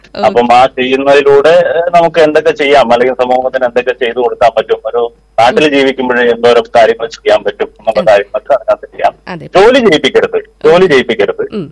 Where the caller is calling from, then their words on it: Chittur, Kerala, India; Pulpully, Chittur.